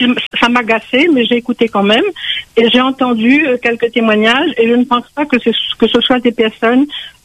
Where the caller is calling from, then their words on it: Le Tampon, Réunion; J'habite au Tampon, j'ai 79 ans